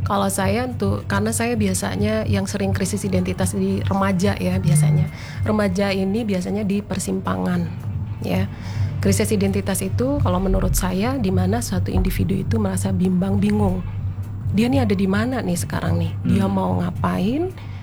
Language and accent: Indonesian; Pontianak, West Kalimantan, Indonesia; also born or lived in Yogyakarta; Jadi sekolah di Jogja cukup lama, 2002 saya pulang ke Pontianak.